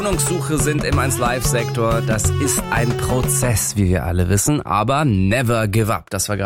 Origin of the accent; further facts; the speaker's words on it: Munich, Bavaria, Germany; born there; moved away as an adult; now in Cologne, Germany; Ich komme aus München, gebürtig